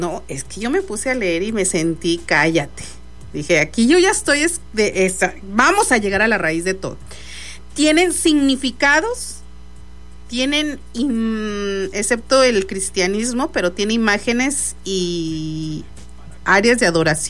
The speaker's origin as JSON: {"language": "Spanish", "country": "Mexico", "said": "nosotros como mexicanos rebelduchos"}